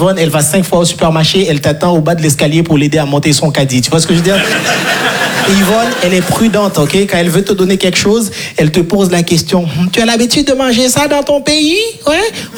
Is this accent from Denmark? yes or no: no; Haiti; Moi, je viens de Haïti. Est-ce que par applaudissement, tout le monde voit ce que c'est Haïti?